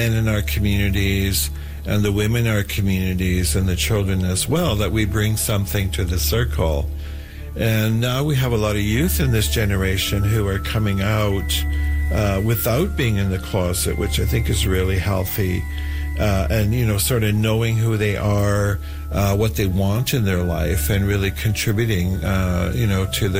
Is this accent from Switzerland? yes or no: no; Canada; I'm the co-director of the Two-Spirited People of Manitoba, and I'm from the Cree Nation.